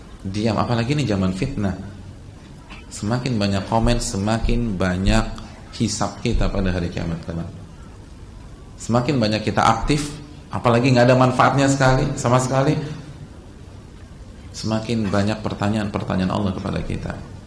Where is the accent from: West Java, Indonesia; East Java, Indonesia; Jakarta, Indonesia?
Jakarta, Indonesia; apalagi kita orang Jakarta, itu kuantitas waktu ketemu istri itu hanya beberapa jam